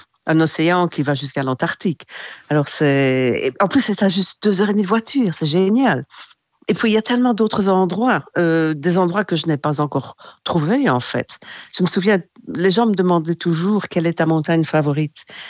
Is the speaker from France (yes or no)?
no; Seraing, Wallonia, Belgium; now in Australia; Ben oui, la Belgique, c'est spécial. Hein. Il y a une chaleur incroyable là-bas. Les gens sont chaleureux.